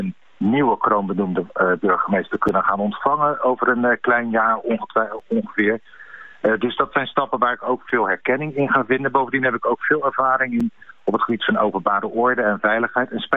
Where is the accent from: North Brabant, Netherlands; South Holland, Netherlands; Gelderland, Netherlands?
South Holland, Netherlands; Rotterdam; accent: Rotterdam; ik ben zo ontzettend nieuwsgierig of mijn Rotterdamse accent een beetje bijgeschaafd wordt komende maanden.